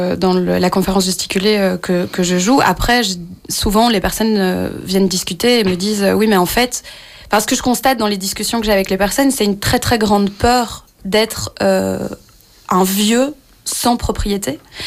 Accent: Brussels, Brussels-Capital Region, Belgium; en tant que Bruxellois, Bruxelloise

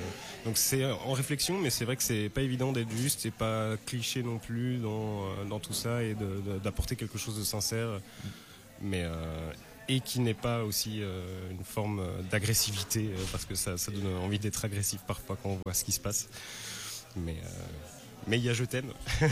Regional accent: Arlon, Wallonia, Belgium; Moi je suis d'Arlon.

